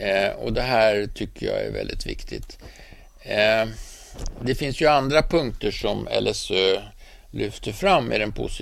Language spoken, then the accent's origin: Swedish; Stockholm, Stockholm County, Sweden; also born or lived in Tyresö; Men jag är uppväxt på Kungsholmen, där han ju bodde tillsammans med sin pappa och så. Och jag har gått i Kungsholms gymnasium. Jag har också bott i kollektivhuset på John Erikssonsgatan 6